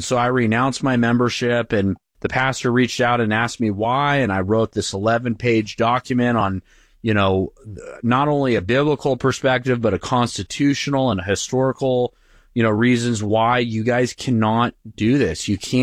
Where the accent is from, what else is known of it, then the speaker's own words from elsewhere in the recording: California, United States; And we came from California, where it's just a different culture.